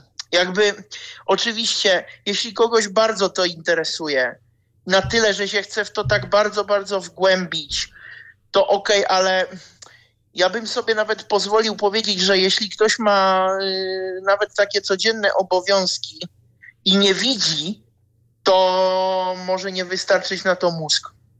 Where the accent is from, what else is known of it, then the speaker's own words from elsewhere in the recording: Prague, Czechia; W Czechach u nas, z Pragi jestem